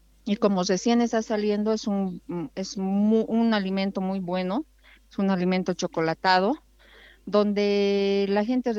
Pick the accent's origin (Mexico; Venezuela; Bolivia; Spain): Bolivia; Potosí; Yo vengo de Potosí